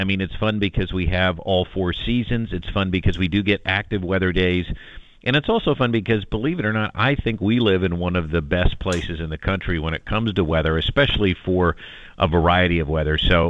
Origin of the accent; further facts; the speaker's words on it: Bloomsburg, Pennsylvania, United States; I grew up in Bloomsburg, so we were in the Scranton, PA market, not that far away from here, just up the river.